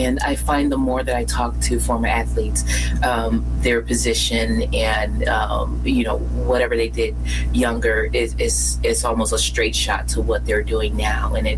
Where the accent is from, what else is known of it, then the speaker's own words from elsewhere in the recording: Tennessee, United States; I'm from Tennessee.